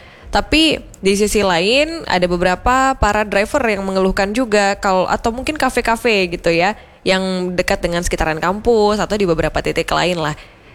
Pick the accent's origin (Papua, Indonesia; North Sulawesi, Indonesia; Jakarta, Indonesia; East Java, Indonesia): East Java, Indonesia; Malang; kita warga Malang